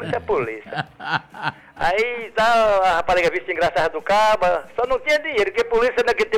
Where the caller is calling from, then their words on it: Cajazeiras, Brazil; Eu sou de Cajazeiras